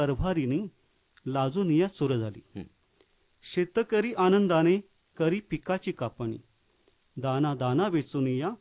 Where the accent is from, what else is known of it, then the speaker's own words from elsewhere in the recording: Naringre, Maharashtra, India; moved away as an adult; now in Kankavli, India; गेली 20 वर्ष मी इथे कणकवलीमध्ये राहतोय. निमित्ताने बरीच वर्ष म्हणजे जन्मल्यापासून बरीच वर्ष मी नारिंगरेत राहतो, आमच्या गावातच.